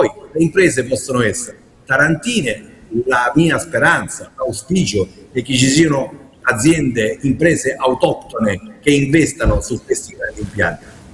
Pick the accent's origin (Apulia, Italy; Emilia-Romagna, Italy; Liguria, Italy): Apulia, Italy; sono pugliese doc